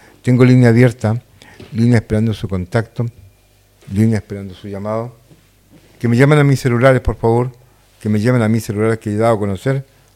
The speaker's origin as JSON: {"language": "Spanish", "town": "La Calera", "region": "Valparaíso", "country": "Chile", "said": "Soy de La Calera, justamente."}